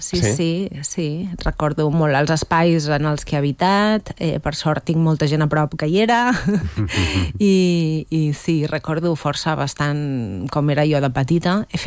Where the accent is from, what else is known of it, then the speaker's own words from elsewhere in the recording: Sant Fost de Campsentelles, Catalonia, Spain; also born or lived in Granollers / Mollet del Vallès; Vaig néixer, en realitat vaig néixer a Granollers i he viscut sempre a Sant Fost i després a Mollet, de jove, però vaig anar a l'institut de Mollet.